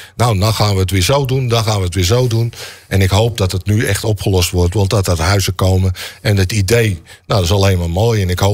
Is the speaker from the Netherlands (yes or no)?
yes; Dronten, Flevoland, Netherlands; Ik kom uit Dronten, dus ik heb daar minder mee. Almere kan daar meer van vinden dan ik als Drontenaar van vind.